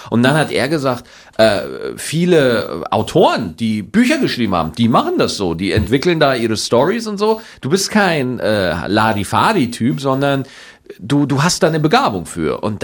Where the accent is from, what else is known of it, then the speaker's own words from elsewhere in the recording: Schwarzach, Bavaria, Germany; Also ich bin in Schwarzach zur Schule gegangen, also es ist wirklich ein bayerisches.